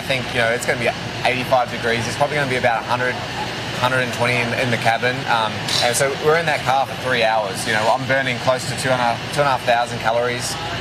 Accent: New Zealand; now in United States; I love New Zealand, where I grew up

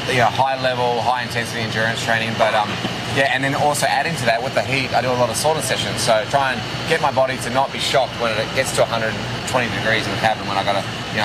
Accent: New Zealand; now in United States; I love New Zealand, where I grew up

